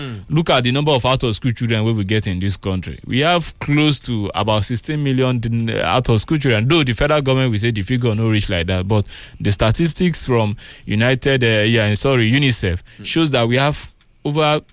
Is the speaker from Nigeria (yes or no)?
yes; Nigeria